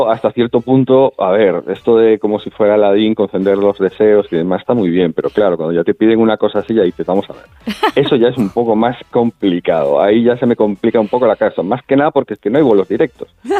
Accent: Galicia, Spain; no, yo soy gallego, tengo la típica sorna gallega de toda la vida

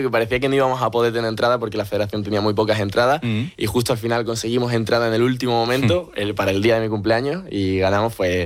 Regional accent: Spain; soy el español con al ranking más alto que va para allá a representar a España.

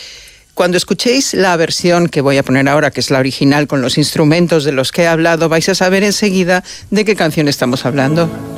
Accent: Mexico; now in Spain; Cuando yo vivía en México, el verano era para quedarme en mi casa con mi abuela viendo las mismas telenovelas y haciendo lo mismo. Nunca tuve veraneo. Lo más parecido que pude tener en mi infancia en Méxic

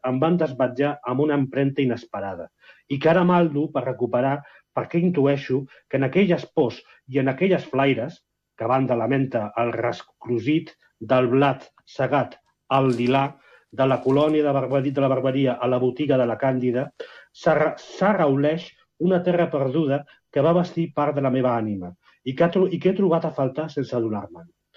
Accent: Barcelona, Catalonia, Spain; I jo que sóc de Barcelona ciutat, és a dir, que no sóc de l'àmbit rural

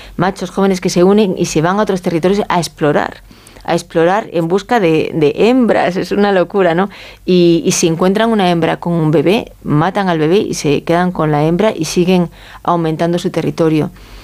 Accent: Galicia, Spain; moved away; Yo soy gallega, ¿no? Los gallegos estamos en Galicia. Bueno, yo no estoy en Galicia ahora, pero no tengo mucho acento, pero yo antes tenía acento.

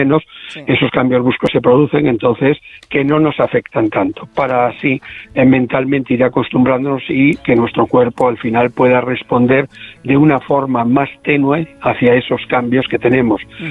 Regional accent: Galicia, Spain; Como buen gallego voy allí.

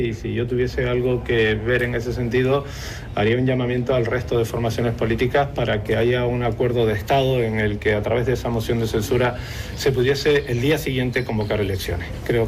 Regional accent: Canary Islands, Spain

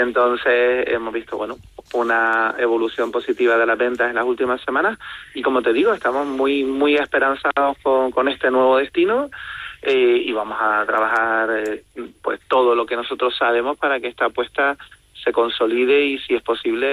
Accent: Canary Islands, Spain; La gran mayoría de trabajadores de Vinter somos canarios y sabemos lo importante que es la conectividad para nosotros

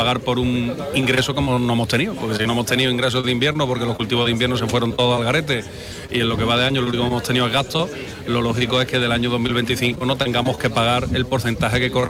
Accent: Jaén, Andalusia, Spain; Yo soy de Jaén.

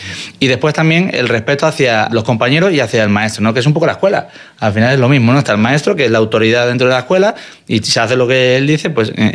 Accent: Málaga, Andalusia, Spain; moved away as an adult; also born or lived in Madrid; Yo soy de Málaga, obviamente, estudié el bachillerato en Málaga. Y cuando me iba a mudar, en el 2002 estamos hablando, estaba o Madrid, la Politécnica, o te tenías que ir a Barcelona.

